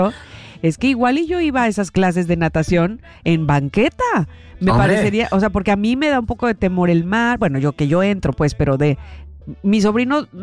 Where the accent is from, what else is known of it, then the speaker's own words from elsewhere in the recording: Veracruz, Mexico; Yo soy jarocha y no sé nadar.